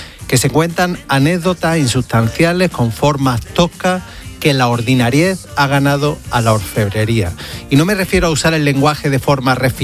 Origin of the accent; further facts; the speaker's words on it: Córdoba, Andalusia, Spain; Yo nací en Córdoba y llevo conmigo unas cuantas palabras de mi tierra allí donde vaya. En mi ciudad decir pego es decir tontería.